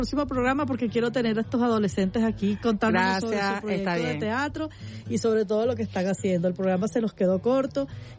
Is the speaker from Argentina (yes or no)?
no; Venezuela; Y sí, así somos las mujeres venezolanas y eso, como lo dije en un programa anterior, eso nos ha ayudado a salir adelante.